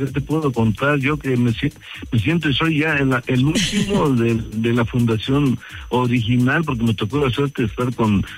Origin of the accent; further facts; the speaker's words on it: Poza Rica, Veracruz, Mexico; yo soy veracruzano, soy de Poza Rica.